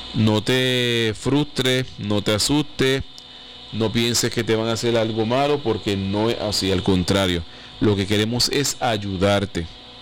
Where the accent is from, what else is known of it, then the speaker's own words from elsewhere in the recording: Puerto Rico; lo estoy diciendo como buen boricua